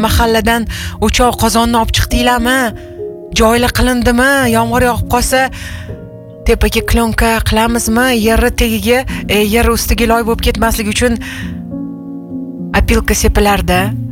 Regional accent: Tashkent, Uzbekistan

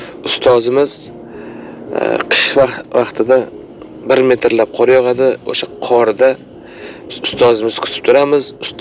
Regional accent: a village in Zomin District, Jizzakh Region, Uzbekistan; now in Tashkent, Uzbekistan; Men Jizzax viloyati Zomin tumanining bir chekka qishlog'ida tug'ilganman. Tog'li qishlog'ida tug'ilganman.

